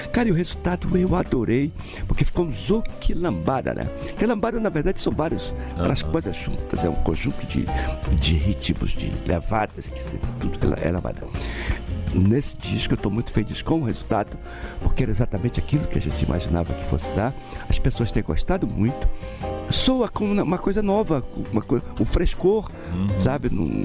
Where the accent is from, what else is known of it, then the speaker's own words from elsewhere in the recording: Amapá, Brazil; Que tem uma raiz de amapaense, onde eu me criei e tal.